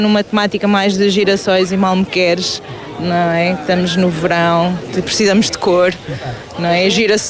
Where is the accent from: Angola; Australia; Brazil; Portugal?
Portugal; Pombal, Centro; Sim, pertenço à freguesia do Carriço, por isso sou do Carriço.